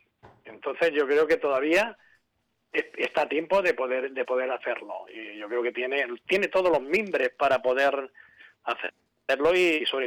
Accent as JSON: {"language": "Spanish", "town": "Terrassa", "region": "Catalonia", "country": "Spain", "said": "yo soy de Tarrasa, soy a 6 kilómetros de Sabadell."}